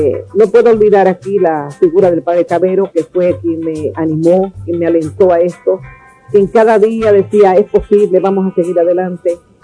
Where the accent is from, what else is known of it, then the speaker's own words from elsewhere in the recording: Dominican Republic; born there; Yo soy de origen campesino. Yo nací en Amaseyes